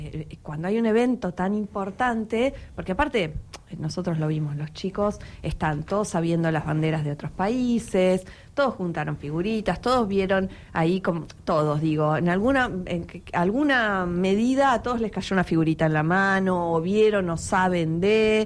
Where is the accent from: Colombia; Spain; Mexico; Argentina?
Argentina; nos convoca a todos como argentinos